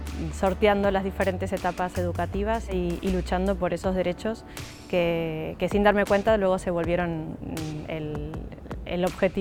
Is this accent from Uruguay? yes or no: yes; Uruguay; also born or lived in Argentina; now in Spain; Por nacimiento soy argentina, por crianza y por familia soy uruguaya, y actualmente estoy viviendo en España.